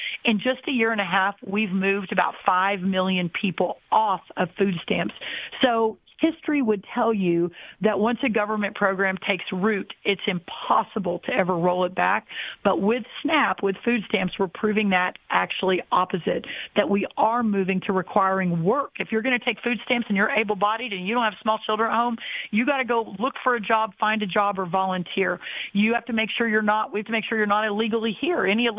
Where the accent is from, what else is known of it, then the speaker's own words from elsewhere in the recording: Texas, United States; Well, I'm from a red state. I'm from Texas.